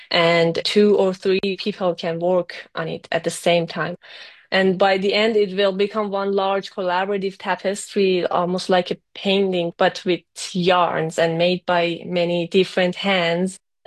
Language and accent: English; Tehran, Tehran Province, Iran; moved away as an adult; now in Massachusetts, United States; I was born and raised in Tehran, Iran.